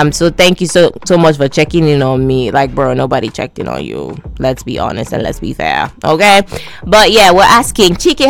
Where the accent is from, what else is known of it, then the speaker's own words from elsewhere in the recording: Nigeria; One of the many, many reasons why I love being Nigerian is just our sense of humor